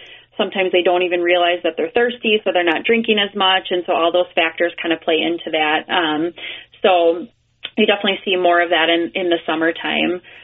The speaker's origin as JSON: {"language": "English", "region": "Wisconsin", "country": "United States", "tie": "born or raised there", "said": "So I grew up in the Fox Valley, and when I was finishing medical school and residency, I knew I always wanted to come back and kind of serve this community."}